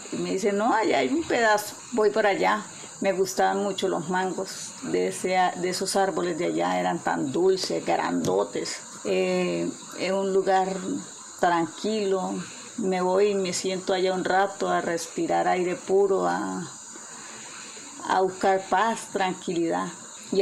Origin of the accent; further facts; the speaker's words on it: Santander, Colombia; moved away as an adult; also born or lived in San Alberto, Cesar; mi infancia, pues la mayoría de mi infancia pues fue ahí en San Rafael de Río Negro. Cuando cumplí la mayoría de edad, me fui para San Alberto Cesar a estudiar una carrera, un curso. Nos fuimos para San Alberto Cesar